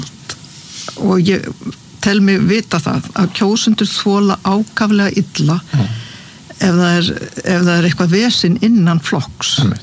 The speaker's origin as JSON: {"language": "Icelandic", "town": "Suðurnesjabær", "region": "Southern Peninsula", "country": "Iceland", "tie": "born or raised there", "said": "að samfylkingin vann sigur í Suðurnesjabæ, mínum heimabæ fengu 34%"}